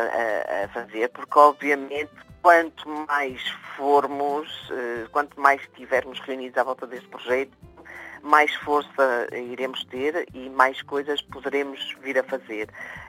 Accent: Portugal; now in Brussels, Belgium

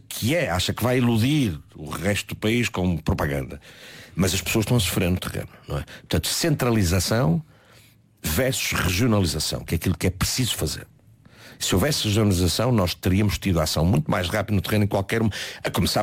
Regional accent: Portugal; somos nós, portugueses, temos que tomar em mãos e exigir

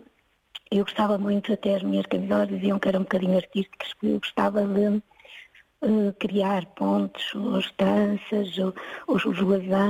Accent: Vila do Conde, Norte, Portugal; now in Viseu, Portugal; Não, sou natural de Vila do Conde.

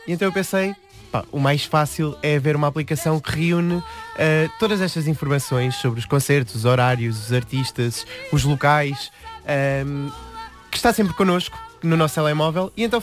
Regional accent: Leiria, Centro, Portugal; now in Lisbon, Portugal; Eu sou de Leiria, sim.

